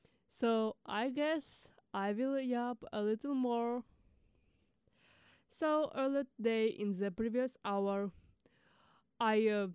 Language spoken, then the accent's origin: English; Belarus; moved away; I am from Belarus